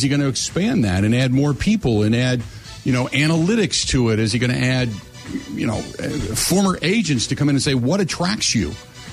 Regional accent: Ohio, United States; moved away; So when I grew up in Ohio, you're on the back end of Eastern time zone.

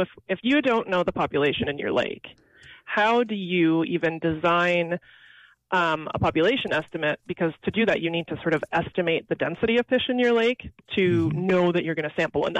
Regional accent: Ontario, Canada; I'm actually Canadian.

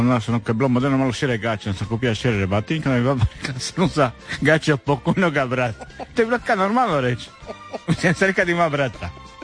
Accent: Split, Split-Dalmatia County, Croatia; accent: Split dialect

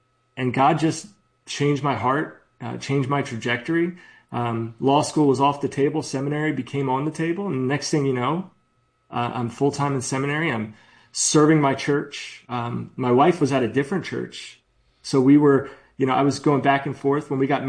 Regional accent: Maryland, United States; born or raised there; now in California, United States

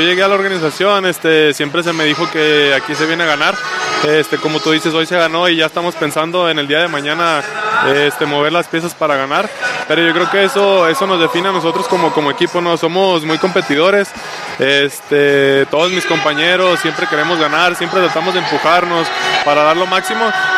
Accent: San Luis Potosí, Mexico; soy de San Luis Potosí, mi esposa es de Sonora.

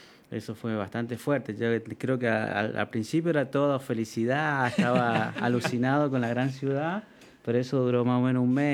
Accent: Mendoza, Argentina; moved away as an adult; Yo soy oriundo de Mendoza.

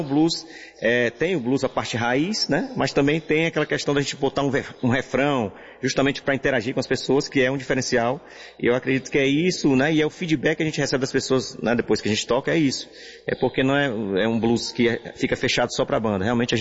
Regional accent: Fortaleza, Ceará, Brazil; Esse ambiente aqui maravilhoso, somos de Fortaleza, né?

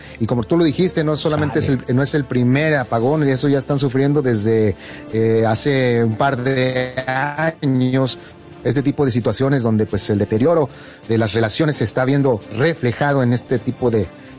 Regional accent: Mexico; bien orgullosos de esta piel azteca, esta piel de bronce, esta sangre mestiza.

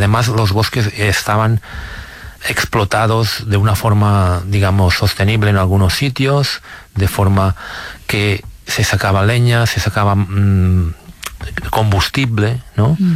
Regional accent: Sant Sadurní d'Anoia, Catalonia, Spain

